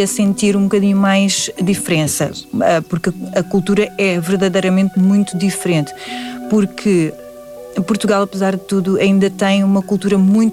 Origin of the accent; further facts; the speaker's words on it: Bali, Indonesia; also born or lived in Jakarta; Eu cresci em Bali e Bali vai estar sempre no meu coração